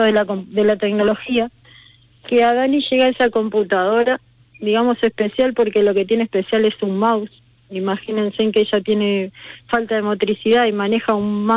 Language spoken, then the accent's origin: Spanish; Montevideo, Uruguay; moved away as an adult; now in Colonia del Sacramento, Uruguay; yo hace 6 años que estoy en Colonia. Soy de Montevideo.